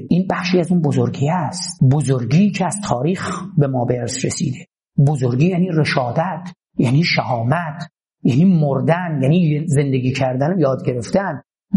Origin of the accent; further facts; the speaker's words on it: Bandar Anzali, Gilan, Iran; moved away; ما تو شهر خودمون انزلی قبرستان لهستانی ها داشتیم